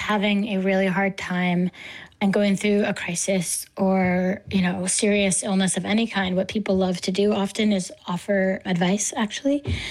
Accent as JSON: {"language": "English", "region": "East Coast", "country": "United States", "said": "I'm from the East Coast"}